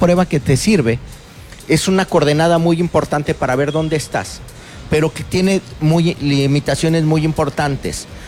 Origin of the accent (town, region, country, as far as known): Mexico